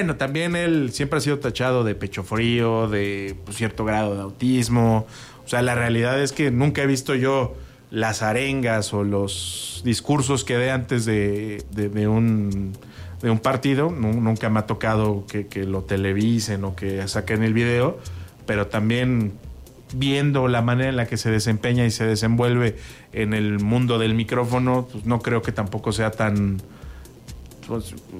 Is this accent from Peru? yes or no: no; Mexico; nosotros como mexicanos